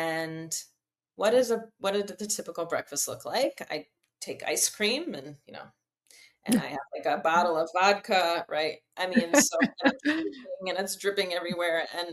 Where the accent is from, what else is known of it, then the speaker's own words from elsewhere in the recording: Minnesota, United States; moved away as an adult; now in Israel; I grew up in Minnesota, which is Midwest, which is like a total opposite of Israel as far as just the pace of life and the stress levels.